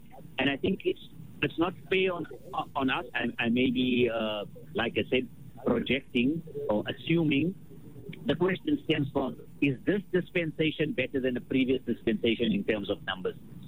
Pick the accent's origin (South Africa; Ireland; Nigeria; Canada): South Africa; as South African Hujjaj